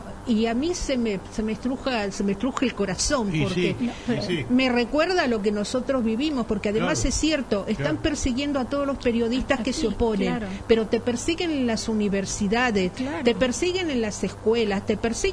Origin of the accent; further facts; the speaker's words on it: Argentina; yo no soy una ciudadana estadounidense. Yo soy una ciudadana argentina.